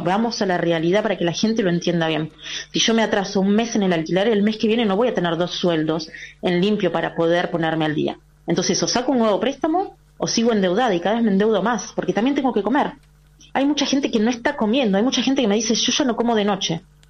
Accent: Argentina; como argentinos, como trabajadores

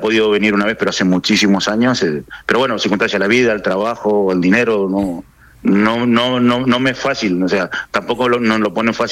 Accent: Guaymallén, Mendoza, Argentina; moved away; En Guaymallén, siempre he vivido en Guaymallén, he ido alternando el barrio UNIMEP, San José, pero siempre

